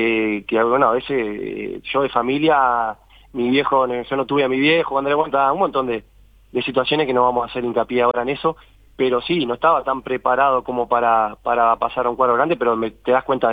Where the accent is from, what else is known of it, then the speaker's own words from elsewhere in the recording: Uruguay; somos uruguayos